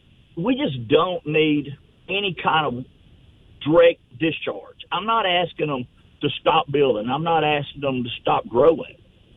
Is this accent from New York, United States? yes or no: no; Alabama, United States; Well, and I grew up on the Warrior River.